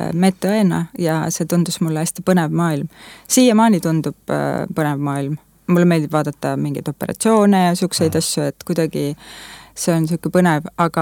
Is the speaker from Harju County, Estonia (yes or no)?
no; Kohtla-Järve, Ida-Viru County, Estonia; ma olen Kohtla-Järvelt pärit